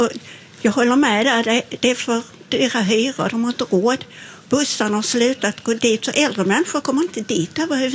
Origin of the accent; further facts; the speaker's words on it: Lund, Skåne, Sweden; Jag har ju bott i Lund i hela mitt liv. Jag är född här, uppvuxen här.